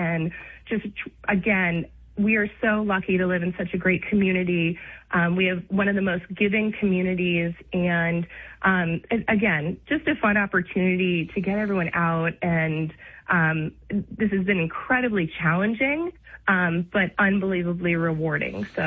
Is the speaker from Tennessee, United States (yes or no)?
no; Chatham, New Jersey, United States; The Chatham Courier or the Daily Record out of Morris County in New Jersey. So the Chatham Courier was something that we always tried to get in on.